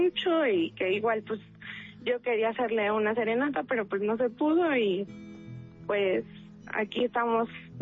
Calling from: Tepeji del Río, Hidalgo, Mexico; soy de Tepeji del Río. Tengo 27 años.

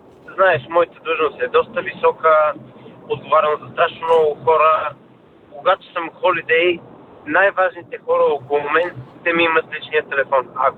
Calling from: London, United Kingdom; съм от Лондон

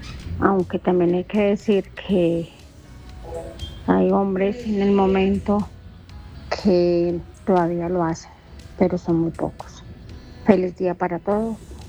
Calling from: Villamaría, Caldas, Colombia; Hoy los escucho desde Parque Tecnológico en la entrada de Villamarea

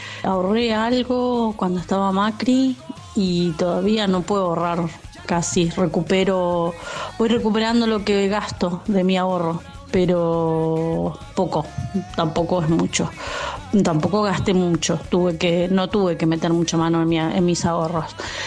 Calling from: Buenos Aires, Argentina; de Caballito, empleada doméstica, alquilo.

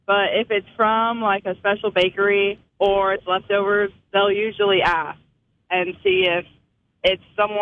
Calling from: Decatur, United States; I'm from Decatur.

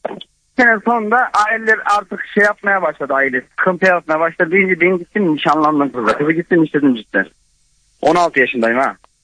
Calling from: Konya, Turkey; ben Konya'dan.

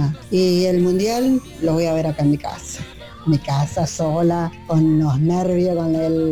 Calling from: Tortuguitas, Buenos Aires Province, Argentina; de Tortuguitas.

